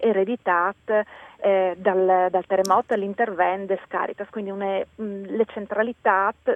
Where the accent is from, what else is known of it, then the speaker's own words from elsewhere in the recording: Majano, Friuli-Venezia Giulia, Italy; Io che sono di Mayan, de frazione di San Tomas, io sono cresciuta tal centro di comunità